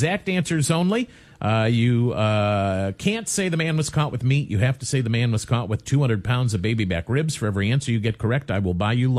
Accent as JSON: {"language": "English", "town": "Chicago", "region": "Illinois", "country": "United States", "tie": "born or raised there", "said": "the radio that I grew up listening to in Chicago"}